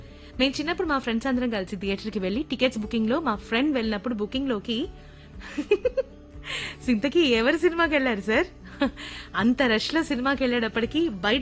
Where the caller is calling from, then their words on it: Proddatur, Andhra Pradesh, India; ప్రొద్దుటూరు, కడప జిల్లా నుంచి.